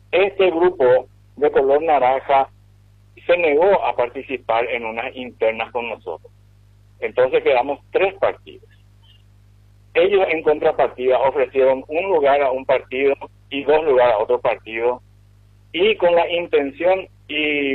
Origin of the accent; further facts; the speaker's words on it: Ciudad del Este, Alto Paraná, Paraguay; also born or lived in Presidente Franco; Hemos pasado en Ciudad del Este de todo. Yo nací en Franco y crecí acá. Acá hice la escuela, el ejército, la facultad.